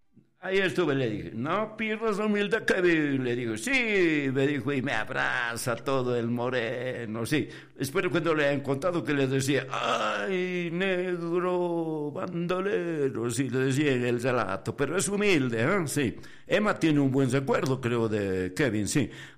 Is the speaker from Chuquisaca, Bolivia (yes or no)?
yes; Muyuquiri, Chuquisaca, Bolivia; born there; Yo nací en Muyuquiri, le dije, en Muyuquiri, a unos cuantos kilómetros de Camargo.